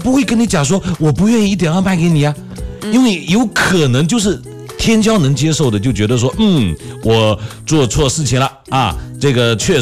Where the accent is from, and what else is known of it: China